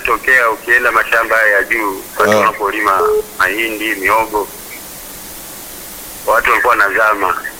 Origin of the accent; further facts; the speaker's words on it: Ngudu, Mwanza, Tanzania; also born or lived in Geita; now in Kilombero, Tanzania; Nikawa nimerudi nyumbani kwetu Kwimba Ngudu.